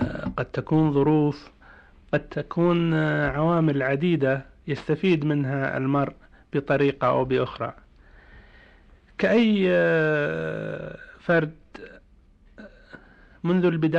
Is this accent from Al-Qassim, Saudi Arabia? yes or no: no; Al-Jishah, Eastern Province, Saudi Arabia; born or raised there